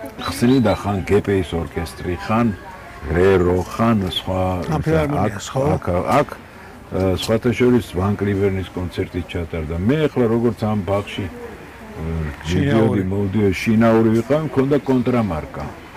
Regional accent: Tbilisi, Georgia; born or raised there

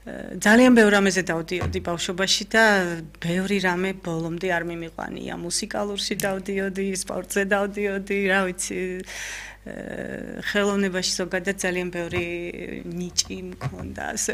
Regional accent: Kakheti, Georgia; კახელი ვარ.

